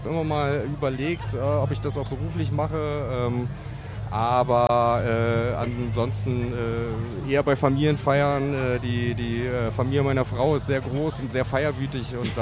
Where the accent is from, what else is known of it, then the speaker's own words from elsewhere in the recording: Berlin, Germany; moved away as an adult; now in Eisenach, Germany; Tatsächlich bin ich in Berlin aufgewachsen und mich hat es dann nach Studium hierher nach Eisenach verschlagen.